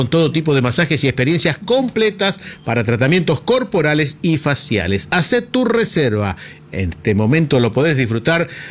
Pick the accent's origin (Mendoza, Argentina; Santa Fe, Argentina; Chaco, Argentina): Chaco, Argentina; yo soy chaqueño.